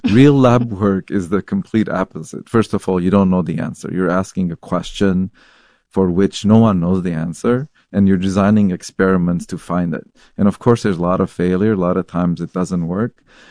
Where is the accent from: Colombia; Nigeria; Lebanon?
Lebanon; English is a second language